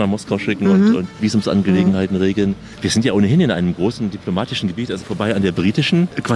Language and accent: German; East Germany, Germany; weil man oft als Ostdeutscher hier davor stand.